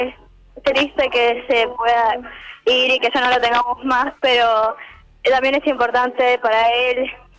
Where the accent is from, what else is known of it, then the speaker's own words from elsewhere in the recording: La Matanza, Buenos Aires Province, Argentina; vengo de La Matanza, ….